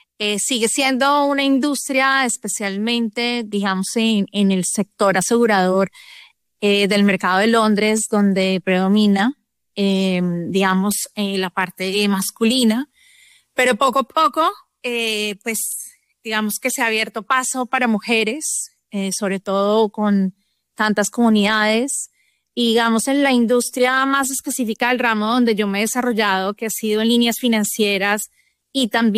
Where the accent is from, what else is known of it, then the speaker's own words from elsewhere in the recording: Colombia; y casualmente somos muchos colombianos en esta línea de negocios